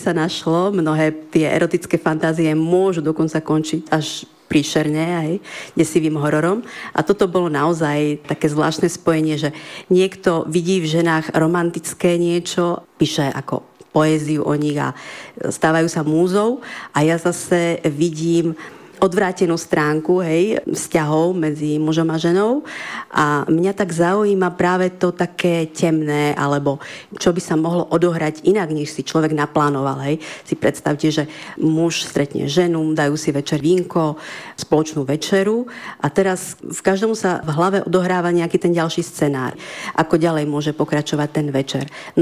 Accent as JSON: {"language": "Slovak", "town": "Košice", "region": "Košice Region", "country": "Slovakia", "tie": "born there", "moved": "as an adult", "lives_now": "Humenné, Slovakia", "said": "som sa narodila v Košiciach. Tam som aj vyštudovala. A vlastne som sa tiež priženila do Humenného. Aj keď moje polovičné korene pochádzajú z Humenného, otec je odtiaľto, tu sa narodil."}